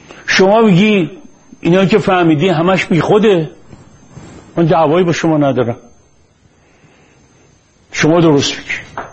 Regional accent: Iran; ما ایرونیا

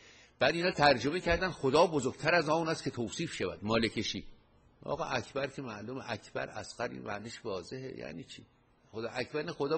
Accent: Iran; کفار، کفار مجوس، ما ایرانی هستیم.

